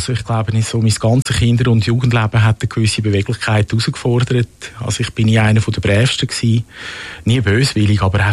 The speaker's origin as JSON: {"language": "German", "town": "Rümlang", "region": "Zurich", "country": "Switzerland", "tie": "born or raised there", "said": "Ich bin zu Römlang, wo ich aufgewachsen bin, früh sozialisiert worden"}